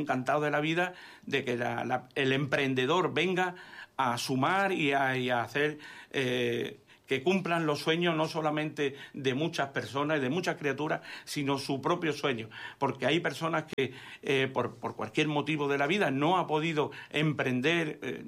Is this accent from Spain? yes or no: yes; Málaga, Andalusia, Spain; nosotros nos sentimos muy malagueños, nosotros somos de Málaga